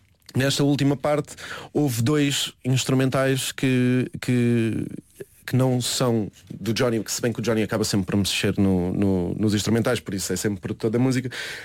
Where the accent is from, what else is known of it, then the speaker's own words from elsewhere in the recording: Azambuja, Lisbon, Portugal; Sim, porque até porque é de onde eu venho. Parte daquilo que eu sou deve-se vir dali.